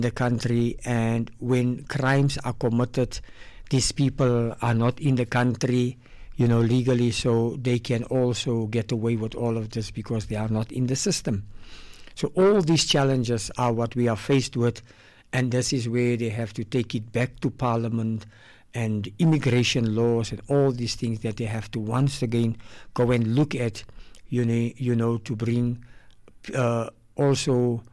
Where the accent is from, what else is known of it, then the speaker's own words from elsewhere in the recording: South Africa; I am proud to be an African man because I'm South African and I'm an African man.